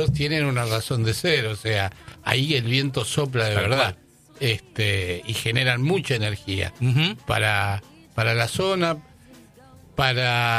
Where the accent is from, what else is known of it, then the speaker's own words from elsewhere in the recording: Argentina; No somos Ruanda. Somos la Argentina y tenemos mucho para mostrar y para dar.